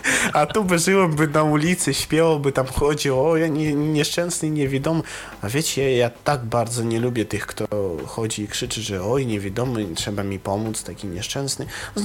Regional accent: Russia; U nas w Rosji

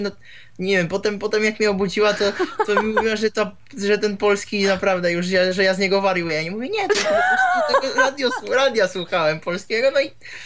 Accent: Czechia; bo ja z Czech jestem

